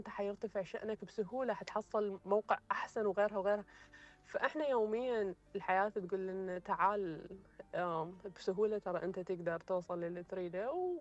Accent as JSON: {"language": "Arabic", "country": "Iraq", "said": "ويعني مو مثل عندنا في العراق."}